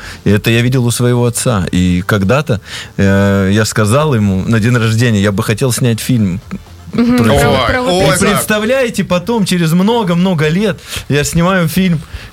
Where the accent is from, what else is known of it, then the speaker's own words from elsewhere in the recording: Siberia, Russia; я сам вырос в Сибири